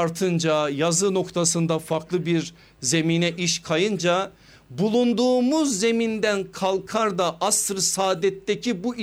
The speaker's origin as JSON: {"language": "Turkish", "town": "Horasan", "region": "Erzurum", "country": "Turkey", "tie": "born or raised there", "moved": "yes", "said": "Benim çocukluğum küçücük bir kazada geçti Erzurum'un Horasan ilçesinde."}